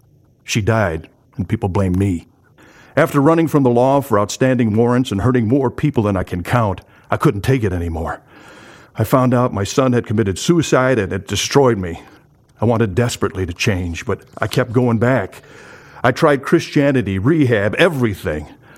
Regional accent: South Dakota, United States; I grew up in South Dakota and went to church regularly as a kid

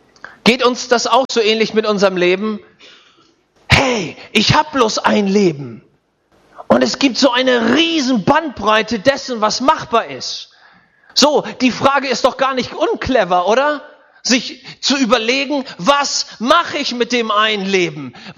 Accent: Schleswig-Holstein, Germany; Und bei uns in Schleswig-Holstein, da gibt es einen Mann, der hat einen Comic gezeichnet, der heißt Werner.

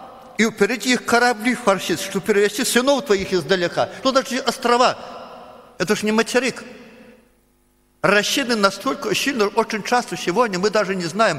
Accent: Belarus; Но я белорус на сегодняшний день. Говорят, литвины, говорят, это славяне. А кто его знает, кто есть? Я не знаю своей родословной. Может, я как-то помесь какая-то, еврея еще

